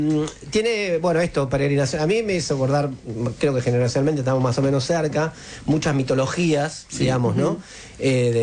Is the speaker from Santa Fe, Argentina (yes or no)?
no; Berazategui, Buenos Aires Province, Argentina; yo soy del sur, soy de Berazategui